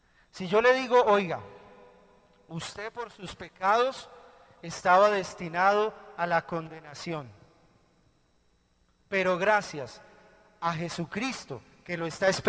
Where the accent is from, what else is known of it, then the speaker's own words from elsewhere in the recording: Bogotá, Colombia; no soy paisa, soy bogotano.